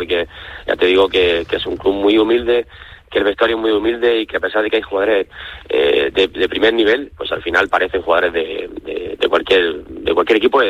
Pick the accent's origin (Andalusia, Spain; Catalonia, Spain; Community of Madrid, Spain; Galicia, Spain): Andalusia, Spain; Almería; que es verdad que yo soy almeriense y estoy en la ciudad